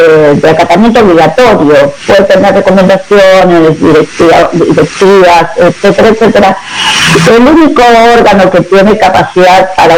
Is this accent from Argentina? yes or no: yes; Argentina; yo soy argentina, que vivimos en la Argentina, tomamos una dimensión clara de lo que significa ser una neocolonia